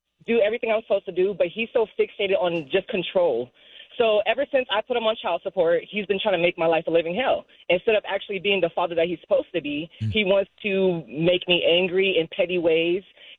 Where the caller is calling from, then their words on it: Los Angeles, California, United States; I'm calling from Los Angeles, Eastside.